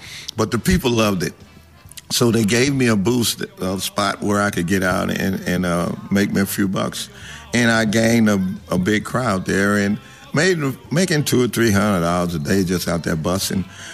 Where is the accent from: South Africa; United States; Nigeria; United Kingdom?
United States; Bernice, Louisiana; I'm from Bernice, Louisiana, a little small town.